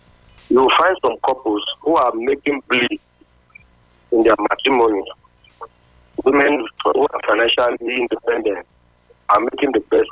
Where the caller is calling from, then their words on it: Nigeria; I'm calling from Ekuma.